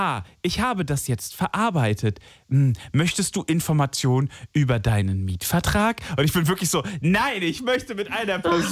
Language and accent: German; Alzey, Rhineland-Palatinate, Germany; born or raised there